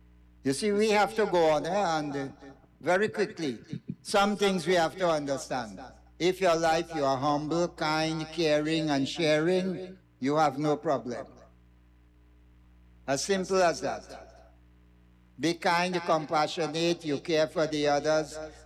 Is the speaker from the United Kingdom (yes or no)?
no; Guyana; born there; moved away; I was born in Waterloo Road, Aruka. So I have a number of relatives here.